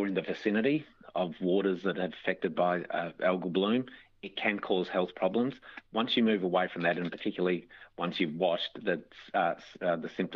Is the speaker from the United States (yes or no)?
no; Mount Gambier, South Australia, Australia; then went back to my hometown of Mount Gambier for a couple of days to participate in events and see some of the Aboriginal elders that I grew up